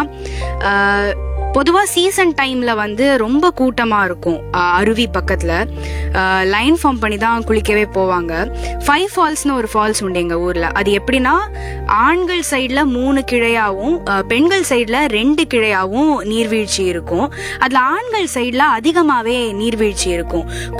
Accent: Courtallam, Tamil Nadu, India; அந்த ஊரே என்னோட சொந்த ஊராக இருக்கிற எனக்கு வந்து எங்கள் ஊரோட நிறைய மெமரிஸ் இருக்கு.

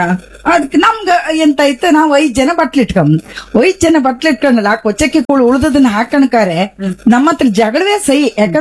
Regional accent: Kundapura, Karnataka, India; accent: Kundapura Kannada; ನಾವು ಕುಂದಾಪುರದಾಗೆ, ನೀವು ಹೇಳಿದಂಗೆ ಕುಂದಾಪುರದಾಗೆ ಹುಟ್ಟಿದ್ದ. ಸಾಲಿಗ್ರಾಮದಲ್ಲಿ ಚಿತ್ರಪಾಡಿ ಅಂತ ಒಂದು ಗ್ರಾಮ, ಅಲ್ಲಿ ನನ್ನ ತಂದೆ ಮನೆ, ನನ್ನ ಅಪ್ಪನ ಮನೆ ಅಲ್ಲೇಯ.

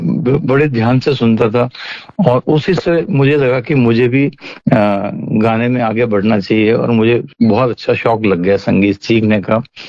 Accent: Bundi, Rajasthan, India; जी, मेरा बचपन बूंदी में शुरुआत में बीता। बचपन साधारण था, संस्कारों से भरा हुआ था।

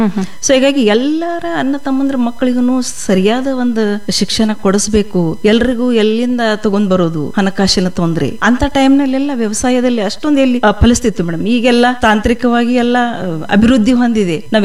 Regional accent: Ankali, Karnataka, India; also born or lived in Halatti, Chikkodi taluk; ನನ್ನ ಬಾಲ್ಯ ಎಲ್ಲ ಅಂಕ್ಲಿ ಗ್ರಾಮದಲ್ಲೇ ಆಗಿರೋದು, ನಮ್ಮ ಅತ್ತೆ ಸೋದರತ್ತೆ ಮನೆಯಲ್ಲಿ.

